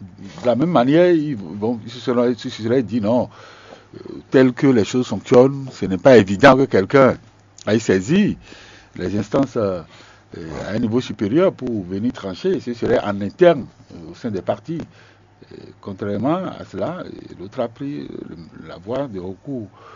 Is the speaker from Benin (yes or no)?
yes; Benin; je suis béninois.